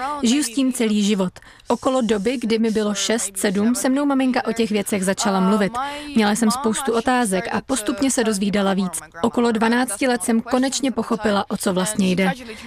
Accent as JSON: {"language": "Czech", "region": "Moscow", "country": "Russia", "tie": "born or raised there", "second_language": "Czech", "moved": "as an adult", "said": "Narodila jsem se tam, vyrostla jsem tam, v Moskvě."}